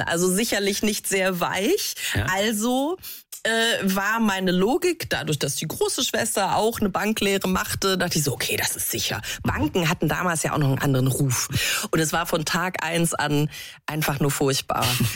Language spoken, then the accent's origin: German; Munich, Bavaria, Germany